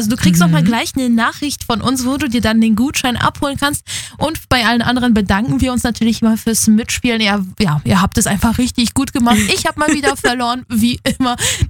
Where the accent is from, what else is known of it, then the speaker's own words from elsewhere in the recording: Poland; moved away; ich komme ja aus Polen